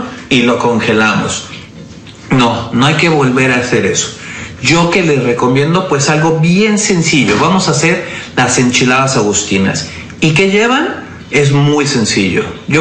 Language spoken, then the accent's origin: Spanish; Puebla, Mexico; los que somos poblanos sabemos perfectamente